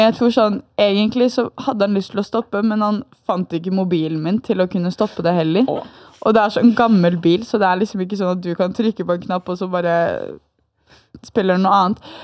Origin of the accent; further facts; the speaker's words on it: Bærum, Akershus, Norway